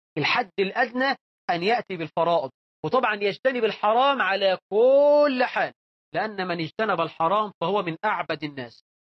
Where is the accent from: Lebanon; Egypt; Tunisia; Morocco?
Egypt